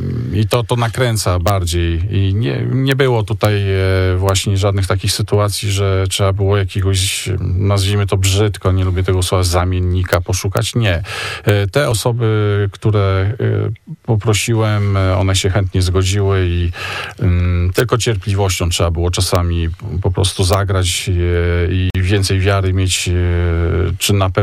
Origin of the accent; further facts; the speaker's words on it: Kwidzyn, Pomeranian Voivodeship, Poland; obaj pochodzimy z tego samego miasta, czyli Kwizyn.